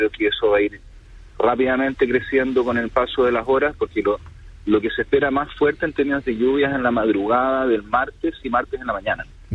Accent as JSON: {"language": "Spanish", "region": "Antofagasta", "country": "Chile", "said": "como somos los antofagastinos"}